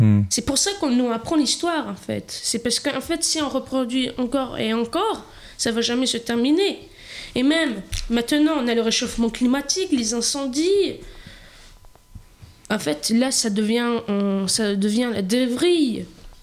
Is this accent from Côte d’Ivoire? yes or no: no; Saint-Gaudens, Occitanie, France; born there; Je suis née à Saint-Gaudens, c'est l'ancien hôpital